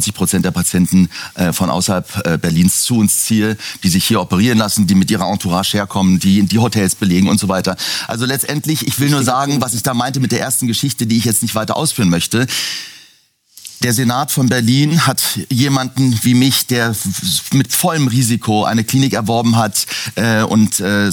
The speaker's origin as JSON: {"language": "German", "country": "Iran", "lives_now": "Germany", "said": "Als Iraner ist man schon peinlich berührt über diese islamische Regierung."}